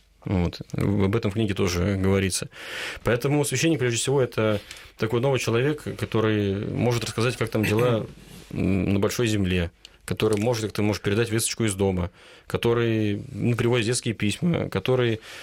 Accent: Kirzhach, Vladimir Oblast, Russia; даже вот в нашем Ногинске или в Киржаче, откуда я родом, бывает, иду по городу, вижу бойца, который в отпуске

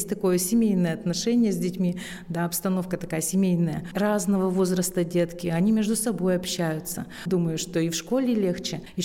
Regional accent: Petrun, Komi Republic, Russia; born there; Я родилась в Петруне, это Интинский район.

